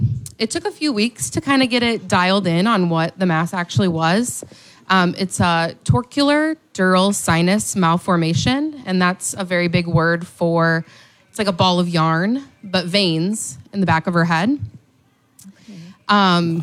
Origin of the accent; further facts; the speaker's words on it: Geneseo, Illinois, United States; We're from Geneseo, Illinois.